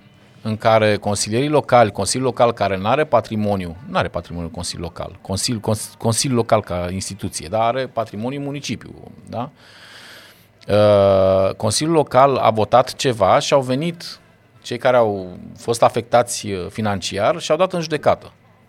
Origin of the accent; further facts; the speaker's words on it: Constanța, Constanța County, Romania; Da, m-am născut, am copilărit în Constanța.